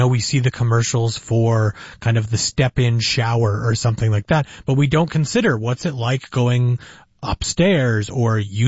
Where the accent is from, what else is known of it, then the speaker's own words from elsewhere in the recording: Caledonia, Ontario, Canada; also born or lived in Niagara; Like I was saying earlier, I grew up out in the Caledonia Hamilton way, but then I went to school in Niagara.